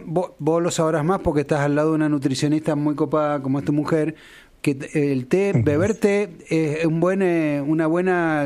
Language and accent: Spanish; Argentina; ¿Y nosotros en Argentina cuánto hacemos?